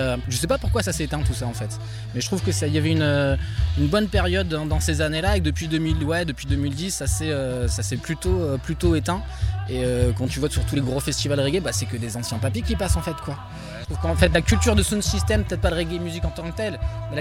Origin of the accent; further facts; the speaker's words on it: Compiègne, Hauts-de-France, France; Alors moi, je suis de Compiègne, Emmanuel est de Méru.